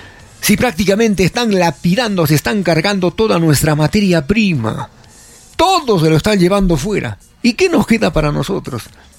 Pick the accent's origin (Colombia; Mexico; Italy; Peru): Peru